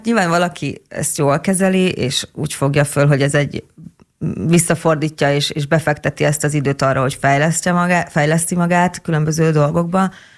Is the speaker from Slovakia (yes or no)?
no; Fehérgyarmat, Szabolcs-Szatmár-Bereg, Hungary; born there; Fehérgyarmaton születtem.